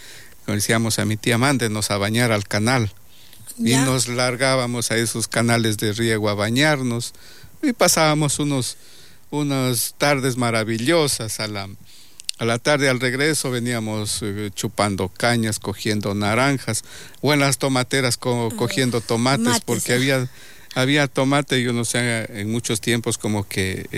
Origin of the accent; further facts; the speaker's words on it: Loja, Ecuador; born there; also born or lived in Gonzanamá, Ecuador / Catamayo, Ecuador; Y me llevaron también a Loja.